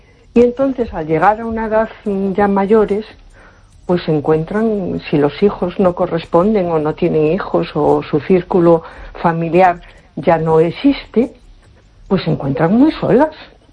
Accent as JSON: {"language": "Spanish", "town": "A Coruña", "region": "Galicia", "country": "Spain"}